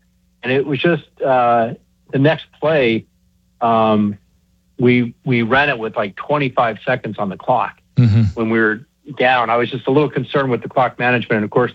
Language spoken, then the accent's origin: English; Colorado, United States; I'm from Colorado. I come there regularly.